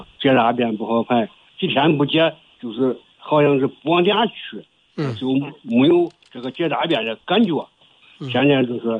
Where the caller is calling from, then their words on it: Henan, China; 我是河南的朋友